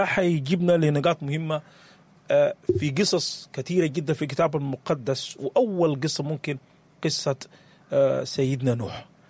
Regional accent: Sudan; لنا كسودانيين.

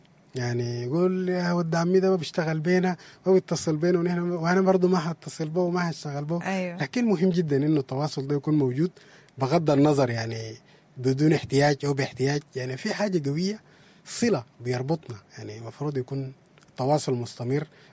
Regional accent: Sudan; فنحن كسودانيين

